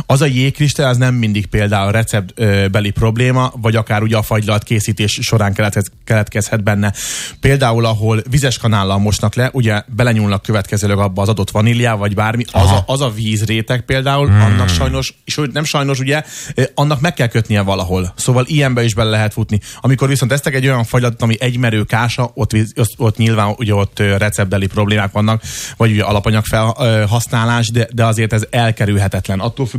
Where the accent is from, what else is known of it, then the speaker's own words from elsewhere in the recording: Püspökszilágy, Pest, Hungary; én Püspökszilágyról származom